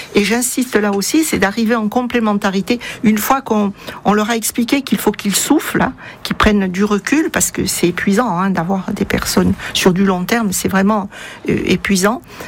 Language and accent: French; Corsica, France; Surtout chez nous, en Corse.